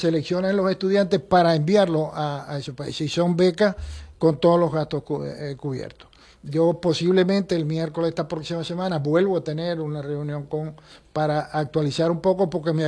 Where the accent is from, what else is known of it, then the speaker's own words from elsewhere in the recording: Venezuela; Eso somos nosotros los venezolanos persistentes